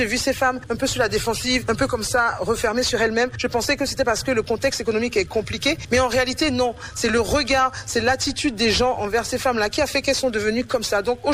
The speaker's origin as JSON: {"language": "French", "country": "Benin", "tie": "born or raised there", "said": "On va commencer avec le Bénin parce que je suis béninoise, née, grandie ici."}